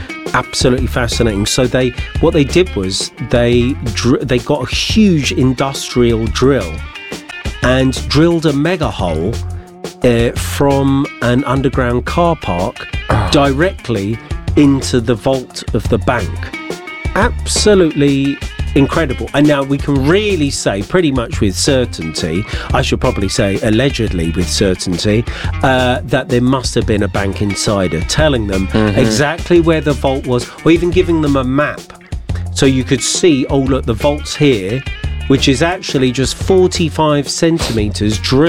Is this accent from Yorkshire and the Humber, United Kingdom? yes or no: no; London, United Kingdom; growing up in London